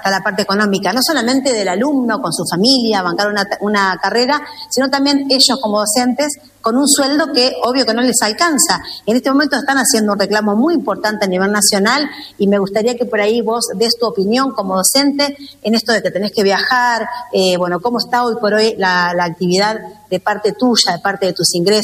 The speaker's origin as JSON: {"language": "Spanish", "town": "Bolívar", "region": "Buenos Aires Province", "country": "Argentina", "said": "para nosotros como bolivarenses"}